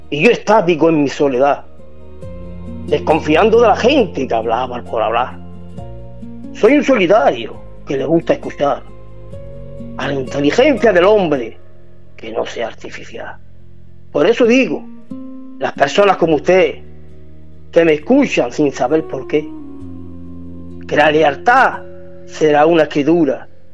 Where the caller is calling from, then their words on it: Huércal de Almería, Andalusia, Spain; de Huerca de Almería.